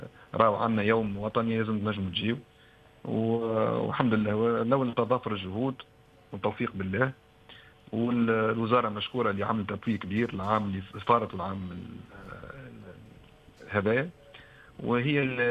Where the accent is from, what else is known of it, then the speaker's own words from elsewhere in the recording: Tunisia; احنا عندنا موجود في تونس